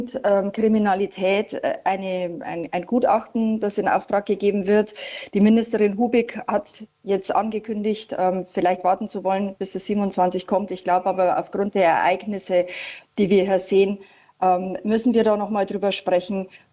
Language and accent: German; Bavaria, Germany; ich komme aus Bayern